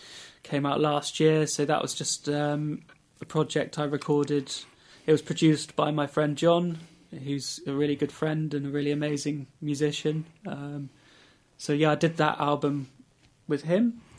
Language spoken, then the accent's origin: English; South West England, United Kingdom; Being around a community, you know, growing up in Cornwall, being in a community that was, you know, I was surrounded by musicians